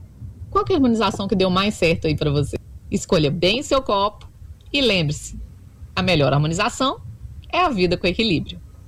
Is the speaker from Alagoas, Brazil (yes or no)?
no; Minas Gerais, Brazil; Como boa mineira que eu sou